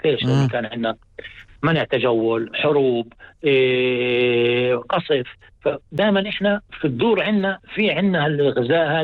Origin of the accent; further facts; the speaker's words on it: Palestine; now in Catalonia, Spain; أنا طبعا من زي بتعرف كفلسطيني